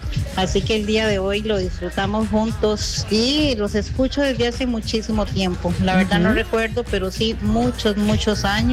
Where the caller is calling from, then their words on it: Heredia, Costa Rica; los escucho desde Heredia.